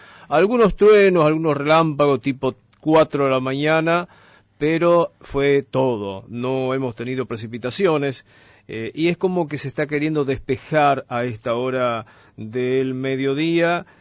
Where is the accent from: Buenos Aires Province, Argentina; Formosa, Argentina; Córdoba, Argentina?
Formosa, Argentina; Las Lomitas; Porque la verdad que amo Lomita, amo mi pueblo, he nacido aquí y bueno, y sigo acá.